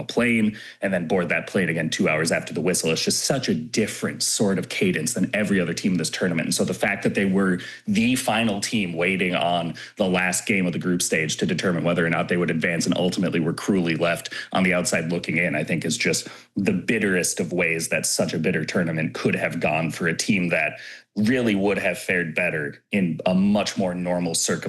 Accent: Minnesota, United States; You know, I'm from Minnesota, which is the land of we all do better when we all do better.

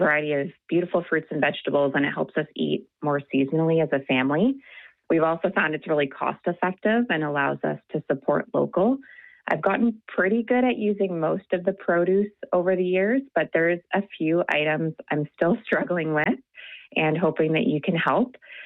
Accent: Kitchener, Ontario, Canada; I'm from Kitchener, Ontario, Canada.

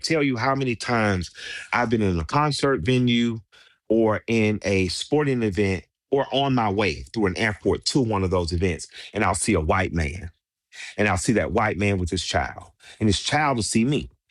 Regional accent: Southern US, United States; And I grew up in the South.

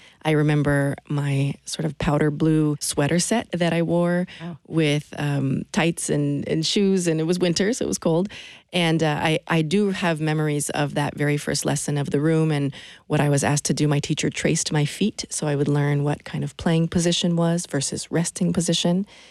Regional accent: Seattle, Washington, United States; growing up in Seattle

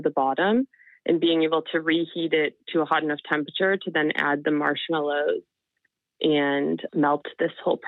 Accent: United States; now in London, United Kingdom; I'm started a very, very small bakery business in the UK, making my favorite treat that I miss from home

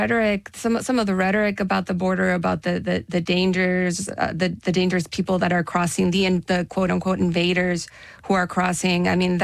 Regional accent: El Paso, Texas, United States; When growing up as a teenager there, growing up in El Paso, I always felt like any other teenager, right? My hometown's too small. It's boring here. This place is so isolated. It's so far west. It's at the far more western tip of Texas.

